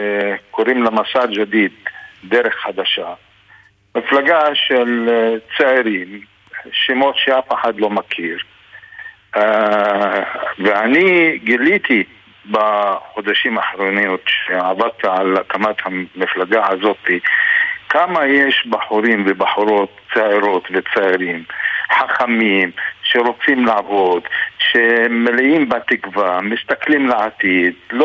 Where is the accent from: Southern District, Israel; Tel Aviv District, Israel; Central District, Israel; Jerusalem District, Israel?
Jerusalem District, Israel; Jerusalem; born there; אני גר בירושלים, אני נולדתי בעיר העתיקה, אני גר בשכונת